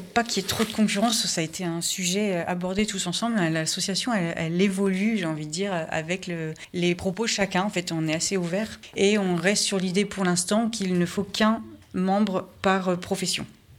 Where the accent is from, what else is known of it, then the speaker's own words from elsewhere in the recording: Hauts-de-France, France; On est assez chauvine, hein. Moi je suis native d'ici. On est parti de Largny-sur-Automne, on a suivi l'Automne en fait, jusqu'à Béthis-Saint-Pierre.